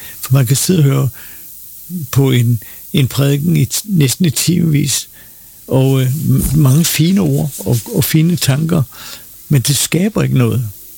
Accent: Copenhagen, Capital Region of Denmark, Denmark; Jeg voksede op på Utterslev Torv i København og gik i Billedhøjskole.

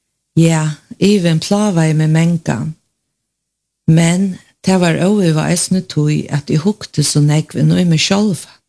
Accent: Klaksvík, Faroe Islands; moved away as an adult; now in Tórshavn, Faroe Islands; Vi er født i Klaksvøk, og her bor jeg det meste av Baddomsårene. Men de søgneste mange årene har vi bor i Torsjøen.

